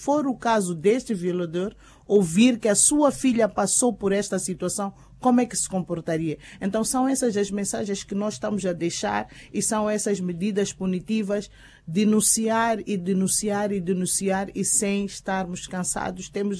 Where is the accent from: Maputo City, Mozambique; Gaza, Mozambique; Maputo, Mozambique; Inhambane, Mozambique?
Gaza, Mozambique; Chidenguele; born there; Xidenguel é onde eu nasci